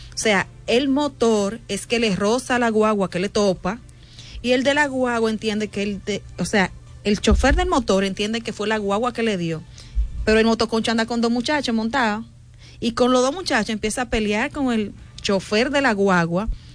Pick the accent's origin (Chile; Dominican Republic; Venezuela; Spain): Dominican Republic; nosotros mismos como dominicanos